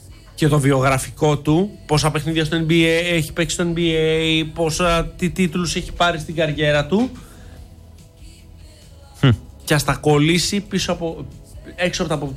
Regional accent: Greece

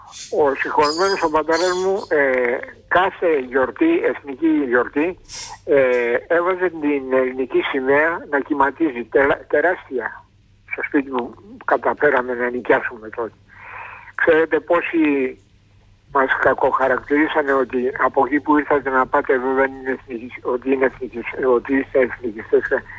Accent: Istanbul, Turkey; Εγώ το καταλαβαίνω σαν βλάκας που είμαι από την Κωνσταντινούπολη, σαν μπουνταλάς

